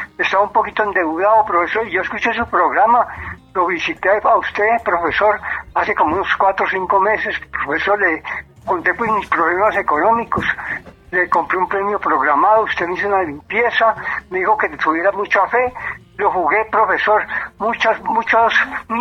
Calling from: Medellín, Antioquia, Colombia; Del barrio Luis López de Neza, aquí en Medellín

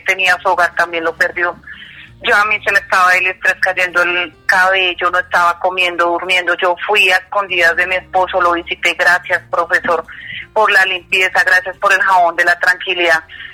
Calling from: Granada, Antioquia, Colombia

